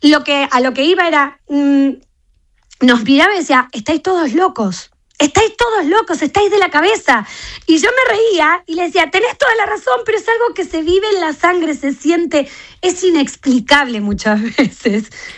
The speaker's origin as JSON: {"language": "Spanish", "country": "Argentina", "lives_now": "Spain", "said": "Nosotros somos muy de nuestro país. Primero somos de Argentina y después somos de la ciudad en la que hemos nacido o en la comunidad que hemos nacido."}